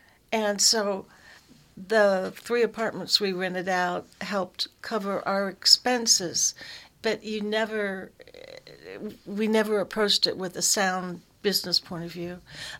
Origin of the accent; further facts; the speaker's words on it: Covington, Kentucky, United States; born there; now in Louisville, United States; I was born in Northern Kentucky. In Covington.